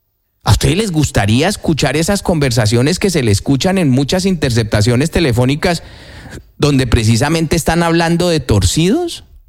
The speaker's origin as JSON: {"language": "Spanish", "country": "Colombia", "moved": "yes", "said": "no vivo en Colombia. Yo aquí tengo mi vida hecha."}